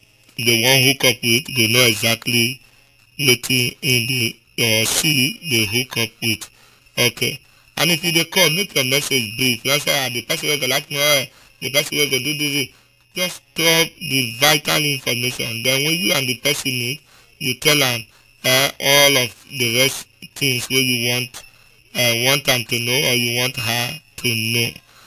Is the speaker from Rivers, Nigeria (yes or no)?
yes; Rivers, Nigeria; I am from River State and I have a private company, please.